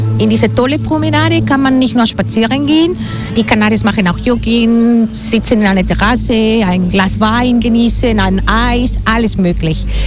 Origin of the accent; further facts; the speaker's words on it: Spain; Also wir sind afrikanisch. Also wenn wir über Geografie sprechen, als Spanier.